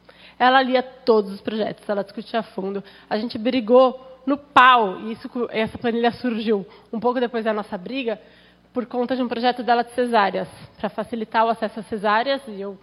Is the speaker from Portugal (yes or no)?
no; Limeira, São Paulo, Brazil; porque hoje é aniversário de Limeira e eu sou de Limeira.